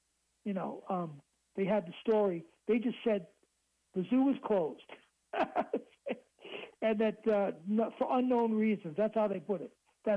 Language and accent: English; New York City, New York, United States; I lived in Flushing for many years, so I took my kids. I am a native New Yorker. I was born in Queens.